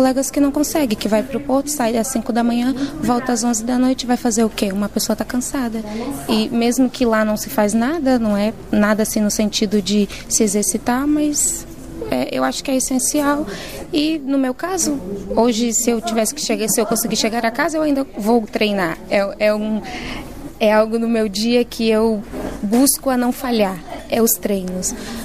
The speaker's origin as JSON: {"language": "Portuguese", "region": "Bragança", "country": "Portugal", "said": "Imagina, Macedo, eu sou de Bragança, Macedo é um lugar que é mais perto da gente, não é?"}